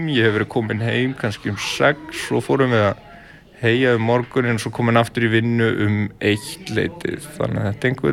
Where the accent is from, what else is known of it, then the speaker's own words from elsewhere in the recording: Hjalteyri, Northeastern Region, Iceland; Já, ég er frá Ytribakka við Hjalteyri. Raunar jörð sem liggur alveg að Hjalteyrinu.